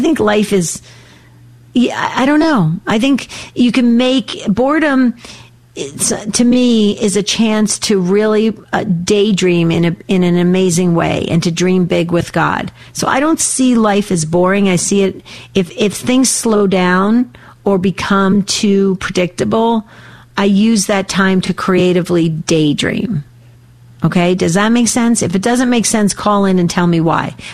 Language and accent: English; New Jersey, United States; now in Arizona, United States; I grew up in Jersey. We don't have any grass in Arizona.